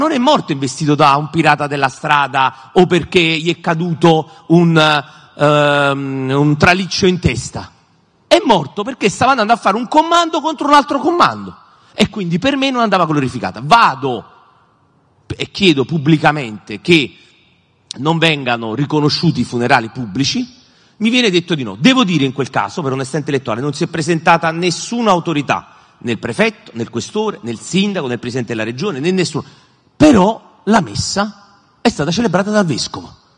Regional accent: Naples, Campania, Italy; Io sono originario del pallonetto di Santa Lucia

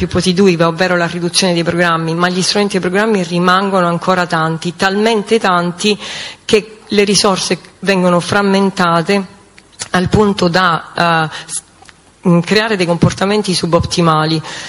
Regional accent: Sicily, Italy; accent: Sicilian; Io sono siciliana di origine, come credo si senta dall'accento

